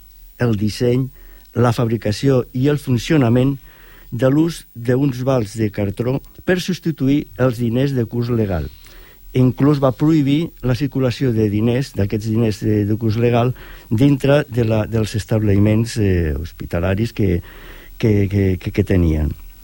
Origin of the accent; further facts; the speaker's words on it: Barcelona, Catalonia, Spain; born there; now in Sant Boi de Llobregat, Spain; vaig néixer a Barcelona i fa molts anys, dècades, que visc a Sant Boi.